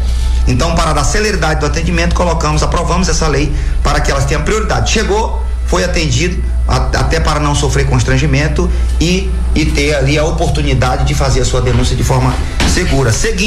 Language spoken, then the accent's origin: Portuguese; Porto Velho, Rondônia, Brazil; also born or lived in Cruzeiro do Sul, Acre; Eu cresci em Porto Velho, mas eu sou natural de Cruzeiro do Sul, estado do Acre.